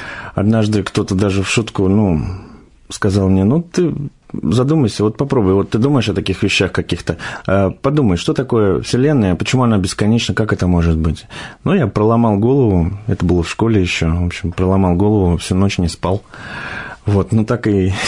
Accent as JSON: {"language": "Russian", "region": "Moscow", "country": "Russia", "tie": "born there", "said": "мне сейчас 36 лет, я родился в Москве, учился в простой школе"}